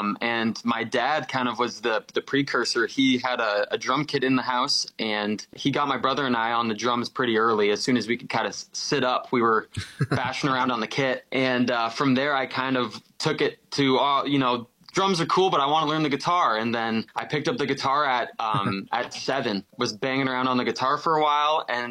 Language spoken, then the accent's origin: English; Fort Erie, Ontario, Canada; I'm from Fort Erie. I'm from the middle of nowhere.